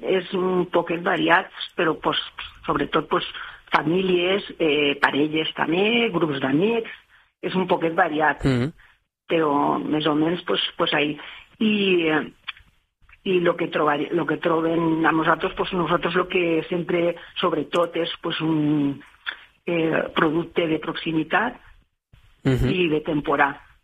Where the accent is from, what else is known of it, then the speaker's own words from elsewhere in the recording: Les Alqueries, Valencian Community, Spain; Nosaltres no som d'ací, som de la Plana, som de les Alqueries.